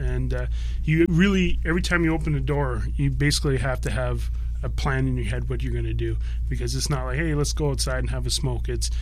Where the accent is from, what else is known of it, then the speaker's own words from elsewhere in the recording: Northwest Territories, Canada; So literally there's more people outside the door here than there is in my hometown.